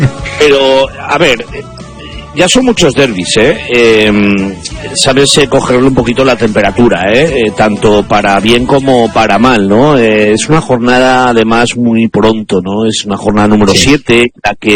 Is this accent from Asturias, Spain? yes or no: yes; Asturias, Spain; Un detalle, Meco, a mí me hizo sentirme también muy orgulloso de mi tierra, porque colores aparte y rivalidades aparte, el sonar el himno de Asturias con la bandera de Asturias